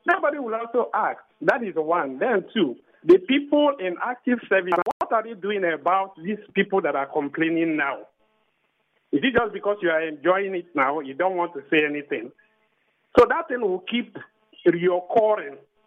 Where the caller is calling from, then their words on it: Port Harcourt, Rivers, Nigeria; I'm calling from Port Harcourt.